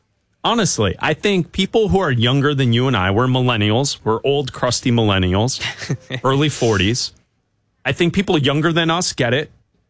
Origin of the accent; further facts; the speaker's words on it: Chicago, Illinois, United States; Like, you and I grew up in the Jordan era in Chicago.